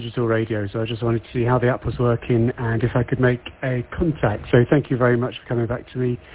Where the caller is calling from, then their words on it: Swindon, South West England, United Kingdom; I'm calling from Swindon.